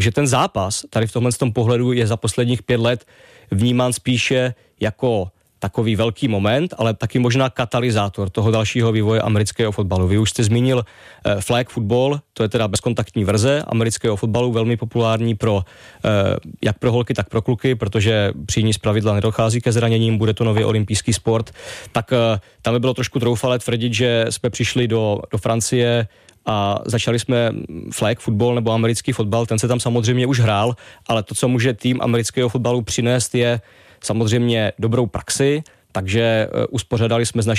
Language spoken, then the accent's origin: Czech; Ostrava, Moravian-Silesian Region, Czechia; Já jsem z Ostravy